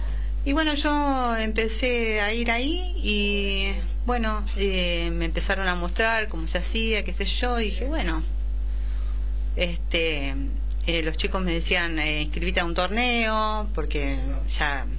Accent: Quilmes, Buenos Aires Province, Argentina; soy de Quilmes.

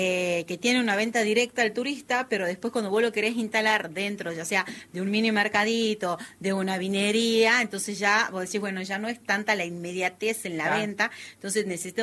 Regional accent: Salta, Argentina; una identidad salteña, que hable de nuestros orígenes, de las tradiciones de esta tierra

